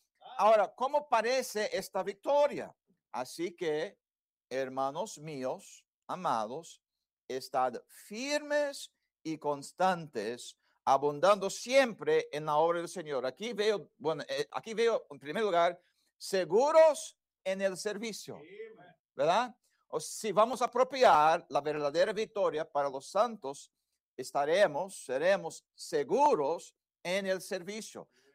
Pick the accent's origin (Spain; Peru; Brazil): Brazil; moved away; la mayoría sabe que yo fui criado en Brasil.